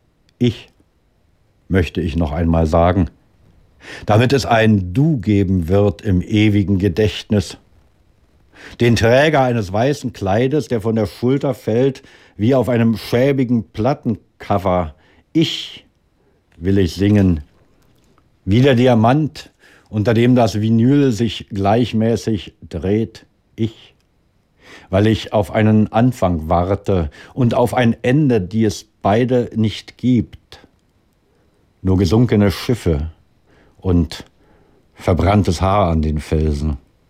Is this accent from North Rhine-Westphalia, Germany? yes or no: no; Schwerin, Mecklenburg-Vorpommern, Germany; now in Berlin, Germany; Nein, ich bin aus Friedrichshain und wenn man so nimmt, aus Hohenschönhausen. Hab dann aber meine Kindheit in Schwerin verbracht, bin dann wieder nach Berlin gekommen.